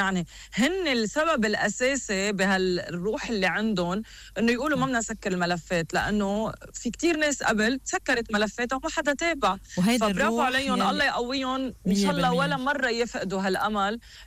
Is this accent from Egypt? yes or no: no; Lebanon